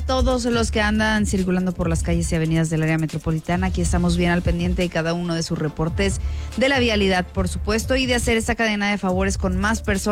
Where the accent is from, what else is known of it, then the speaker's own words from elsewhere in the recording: Mexico; como nosotros, ciudadanos, como mexicanos